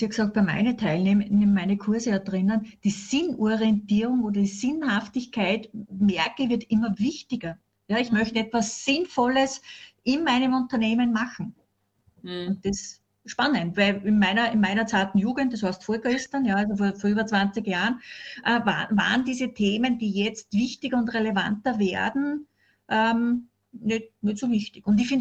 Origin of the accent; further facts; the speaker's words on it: Austria; wir sind Österreicher, ja, kommt dann nachher nicht zu einem Satz, das ist ja eh klar, na, no, na, nicht